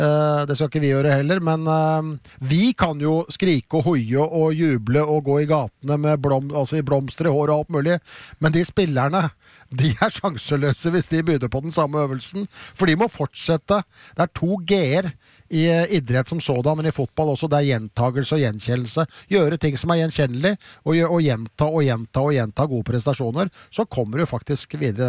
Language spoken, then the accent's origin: Norwegian; Oslo, Norway; jeg har bodd i Oslo i hele mitt liv, 61 år.